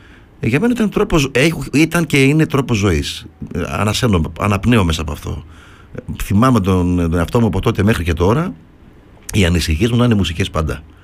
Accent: Greece; Εδώ έχουμε αλλάξει σαν Έλληνες, σαν DNA τώρα, γιατί έχω και μια ηλικία.

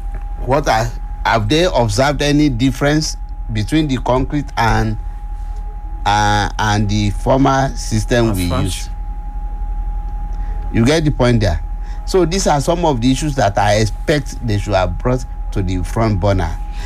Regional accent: Nigeria; as a Nigerian

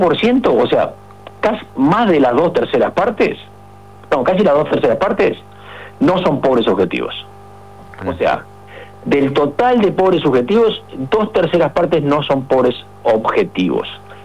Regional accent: Uruguay; Los uruguayos nos consideramos más pobres de lo que objetivamente nos calificamos como pobres

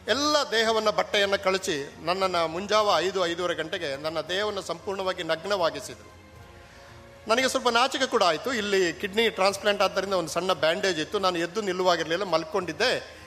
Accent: Dakshina Kannada district, Karnataka, India; moved away as an adult; now in Delhi, India; ನನ್ನ ಜಿಲ್ಲೆಗೆ ನಾನು ಕೊಡಬಹುದಾದಂಥ ಬಹಳ ದೊಡ್ಡ ಕೊಡುಗೆ ಇದೆ, ಇಷ್ಟಾದರೂ ನಾನು ಕೊಡಬೇಕಲ್ಲ ಅಂತ ಅಂದುಕೊಂಡು ನಾನು ಡೆಲ್ಲಿಯಿಂದ ಬಂದಿದ್ದೇನೆ.

